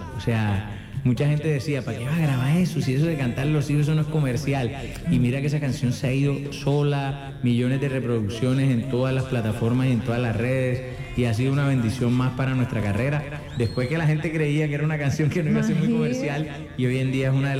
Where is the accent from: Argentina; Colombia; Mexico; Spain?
Colombia; Cartagena, Bolívar; digo con orgullo que soy de Cartagena.